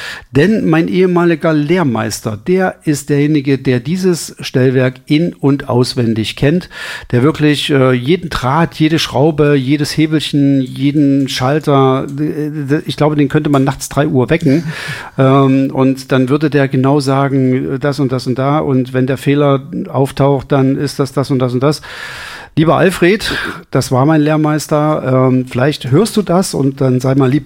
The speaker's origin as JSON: {"language": "German", "town": "Altenburg", "region": "Thuringia", "country": "Germany", "tie": "born or raised there", "said": "Dann gucken wir mal in Altenburg, in meiner Heimatstadt."}